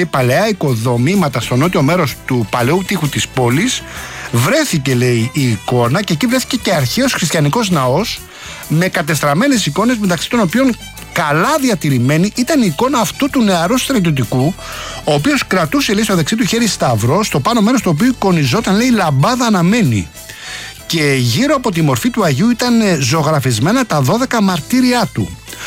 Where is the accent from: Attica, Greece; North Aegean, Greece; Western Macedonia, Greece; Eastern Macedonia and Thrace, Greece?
Attica, Greece; Rafina; Τουλάχιστον στη Ραφίνα την πατρίδα μου, επειδή φεύγανε οι παραθεριστές, γιατί αρχίσαν τα σχολεία μετά